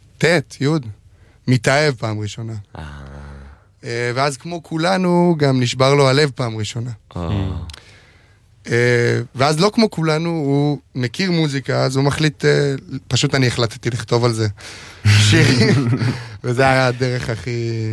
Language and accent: Hebrew; Alon HaGalil, Northern District, Israel; באלון הגליל, ביישוב שגדלתי בו